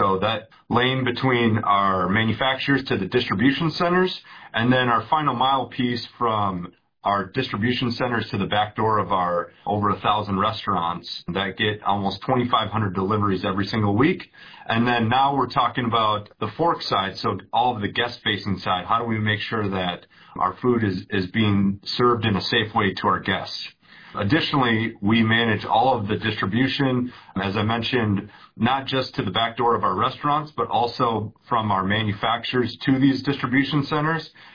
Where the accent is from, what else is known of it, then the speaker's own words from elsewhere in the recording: Minnesota, United States; moved away as an adult; also born or lived in Tampa; Born and raised in Minnesota